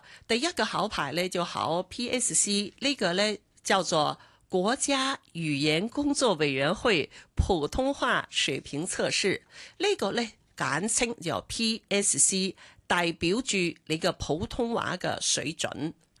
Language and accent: Cantonese; Harbin, Heilongjiang, China; Cantonese is a second language; moved away as an adult; also born or lived in Shenzhen; now in Hong Kong; 係啦係啦，我嚟自哈爾濱。